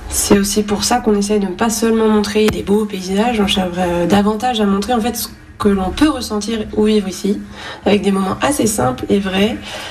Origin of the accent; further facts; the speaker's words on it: Nouvelle-Aquitaine, France; chez nous en Corrèze